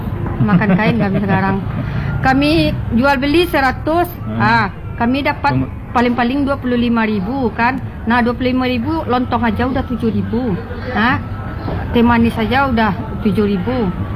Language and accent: Indonesian; West Sumatra, Indonesia; Yang pertama kita kan orang Minang. Orang Minang itu kan dengan bahasa Bunda Kandung itu harus kita pakai walaupun kata di mana kan.